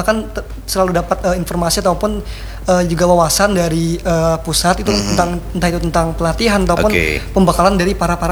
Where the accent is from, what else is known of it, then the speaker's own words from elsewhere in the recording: Amuntai, South Kalimantan, Indonesia; Orang Hulu Sungai Utara, orang Amuntai.